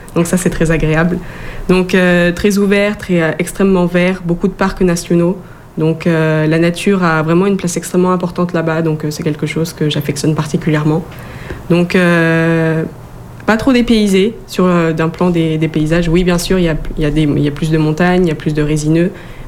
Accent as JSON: {"language": "French", "country": "France", "moved": "yes", "lives_now": "Quebec, Canada", "said": "nous, en tant que Français de France, on a un français qui s'est modernisé"}